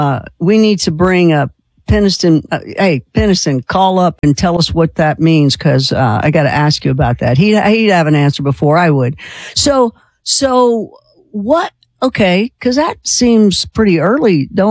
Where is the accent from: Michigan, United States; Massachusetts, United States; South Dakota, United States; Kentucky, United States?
Kentucky, United States; Yeah, you know, I grew up in Kentucky. I was born in Kentucky